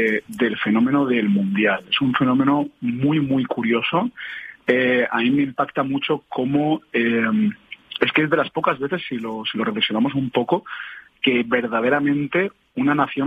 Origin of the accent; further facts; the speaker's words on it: Spain; simplemente soy español